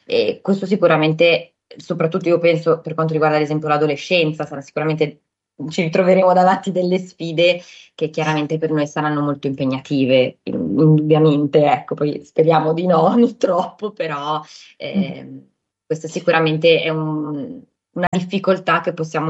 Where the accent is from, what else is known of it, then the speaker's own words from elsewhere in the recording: Genoa, Liguria, Italy; Allora, io sono nata e cresciuta a Genova da una famiglia in realtà di origine molto mista